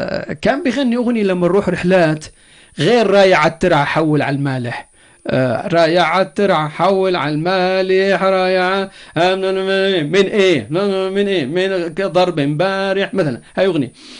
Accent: Jordan; عندنا بالأردن

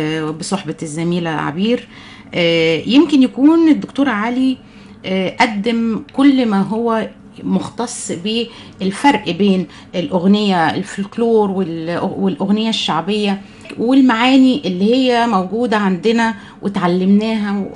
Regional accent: Egypt; أيضا عندنا في مصر يمكن يكون شكل الأغنية الشعبية اللي ابتدت

